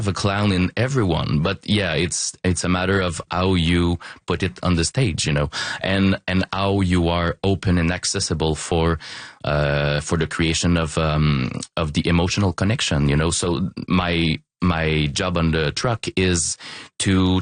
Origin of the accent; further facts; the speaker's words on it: Quebec City, Quebec, Canada; English is a second language; So I'm from Quebec, Limoilou, and I started doing improv